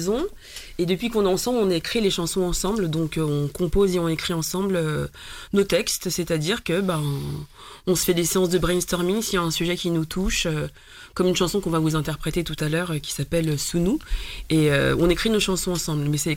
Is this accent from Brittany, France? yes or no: no; Île-de-France, France; moved away as an adult; also born or lived in Paris; now in Seine-et-Marne, France; je viens plutôt de Seine-Saint-Denis. Voilà, j'ai vraiment grandi en Seine-Saint-Denis. Et ça va faire à peu près 5 ans que je suis en Seine-et-Marne.